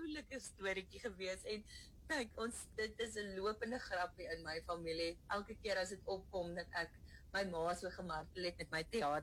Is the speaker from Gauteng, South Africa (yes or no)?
yes; Muldersdrift, Gauteng, South Africa; maar voor dit het ek maar op 'n plot in Mildersdrif groot geword. Ek was maar 'n plotkind, kaalvoet in die bos rondgehol.